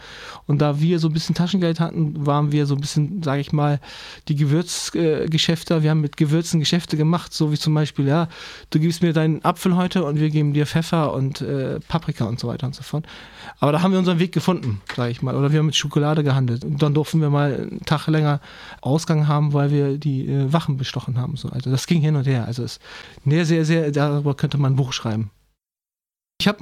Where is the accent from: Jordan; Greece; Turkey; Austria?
Turkey; German is a second language; now in Germany; Türkischen Pass habe ich immer noch, habe ich immer noch nicht abgegeben, weil ich, ist meine Heimat. Hier bin ich zu Hause, aber meine Heimat ist da.